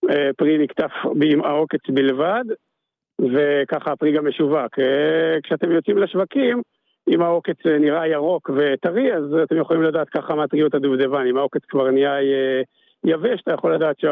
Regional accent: El Rom, Northern District, Israel; אני מקיבוץ אל רום, צפון רמת הגולן. כן, בצפון הרחוק.

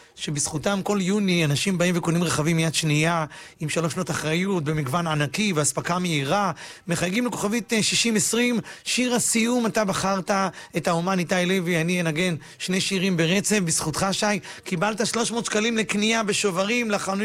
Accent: Rishon LeZion, Central District, Israel; אני מראשון

